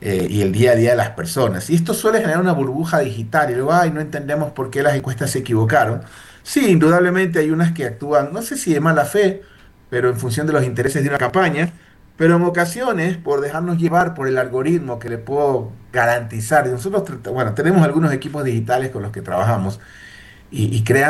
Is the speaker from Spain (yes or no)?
no; Columbe, Chimborazo, Ecuador; la parroquia Columbe, Cantón Colta, de donde yo soy originario, oriundo, y toda mi familia.